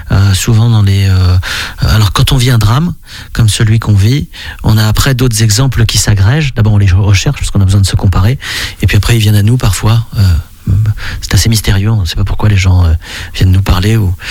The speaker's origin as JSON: {"language": "French", "town": "Crozon", "region": "Brittany", "country": "France", "also_born_or_lived": "Paris region", "moved": "yes", "lives_now": "Vendée, France", "said": "je suis de Crozon même, comme on dit, dans mon Finistère, et je tiens aussi à ces racines-là qui sont vraiment très importantes pour moi"}